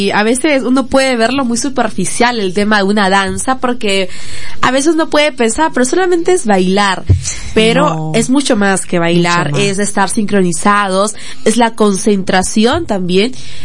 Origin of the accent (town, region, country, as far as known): Tacna, Peru